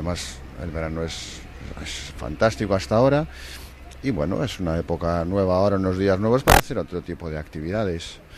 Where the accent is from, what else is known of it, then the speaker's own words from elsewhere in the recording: Pontevedra, Galicia, Spain; now in Lugo, Spain; Sí, soy de Pontevedra, pero resido en Lugo desde hace unos años.